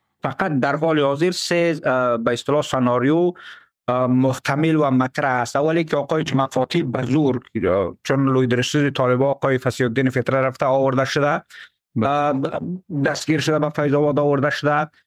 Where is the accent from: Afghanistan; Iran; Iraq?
Afghanistan; Badakhshan